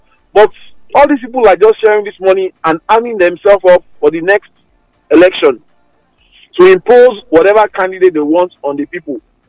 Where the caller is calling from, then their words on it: Badagry, Lagos, Nigeria; I am from Badagry.